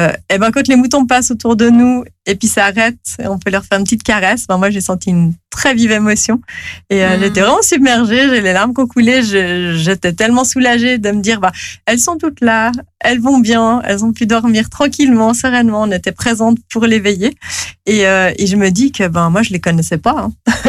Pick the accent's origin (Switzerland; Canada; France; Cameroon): Switzerland; Geneva